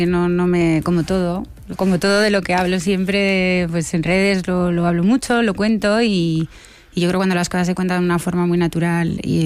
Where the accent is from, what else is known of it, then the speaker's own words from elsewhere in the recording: Bilbao, Basque Country, Spain; lo primero es que yo soy de Bilbao y no voy en avión nunca a Bilbao.